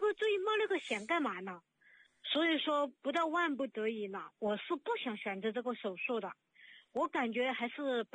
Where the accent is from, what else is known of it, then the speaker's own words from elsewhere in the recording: Sichuan, China; 不是不是，我是四川的。